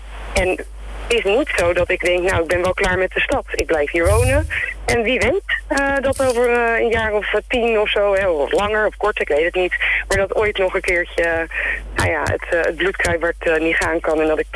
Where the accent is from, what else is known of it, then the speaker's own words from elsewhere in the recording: Dordrecht, South Holland, Netherlands; Ik ben een Dordtenaar, geboren en getogen.